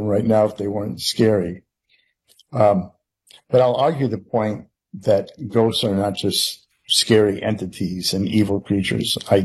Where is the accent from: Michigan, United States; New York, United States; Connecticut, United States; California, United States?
Connecticut, United States; I was in the home I grew up in Connecticut, and I was standing in the driveway